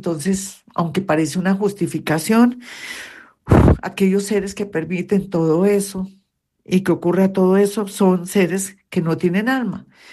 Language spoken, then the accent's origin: Spanish; Colombia